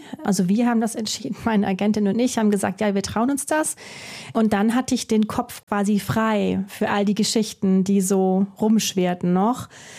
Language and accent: German; southwest, Germany